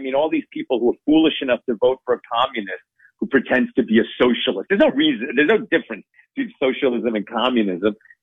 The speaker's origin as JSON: {"language": "English", "region": "New York", "country": "United States", "tie": "born or raised there", "said": "I grew up in New York."}